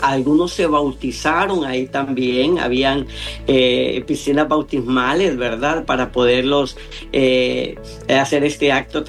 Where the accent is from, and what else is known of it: Honduras